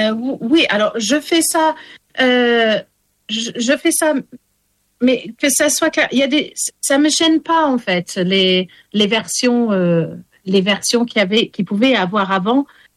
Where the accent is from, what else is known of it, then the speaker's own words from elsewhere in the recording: Wales, United Kingdom; Le français, en fait, c'est ma langue maternelle parce que c'est ma mère qui me parle français. Et ma mère m'a élevée au Pays de Galles. Et c'est pour ça que ce n'est pas ma langue maternelle parce qu'en fait, c'est l'anglais qui a pris le dessus sur le français.